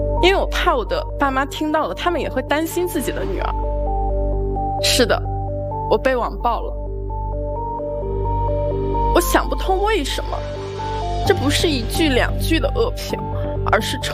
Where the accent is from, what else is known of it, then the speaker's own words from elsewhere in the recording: Zibo, Shandong, China; 作为一个淄博人